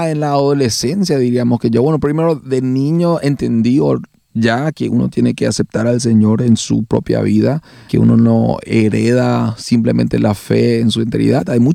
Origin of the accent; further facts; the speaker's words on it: Asunción, Paraguay; moved away as an adult; also born or lived in Canada / Germany / Switzerland; Yo nací, me crié en Asunción por gran parte de mi vida. Yo soy asunciano de Paraguay.